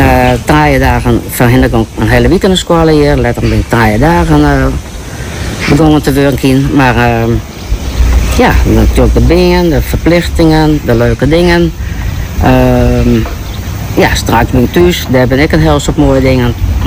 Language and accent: Dutch; Franeker, Friesland, Netherlands; Ik kom uit Framke natuurlijk.